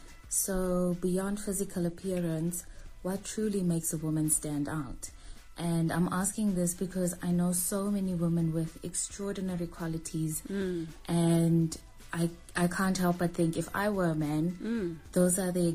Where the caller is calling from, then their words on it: Randburg, Gauteng, South Africa; I'm from Randburg.